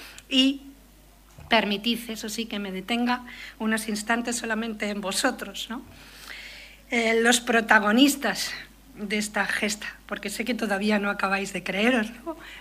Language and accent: Spanish; Cantabria, Spain; como somos nosotros los cántabros